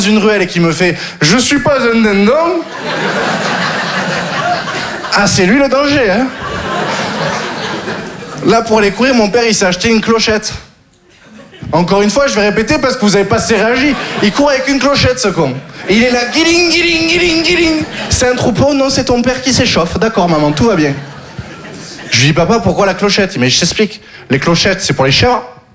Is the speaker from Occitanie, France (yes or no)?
yes; Occitanie, France; Je viens du Sud, j'ai grandi dans le Gard. Le Gard, vous connaissez?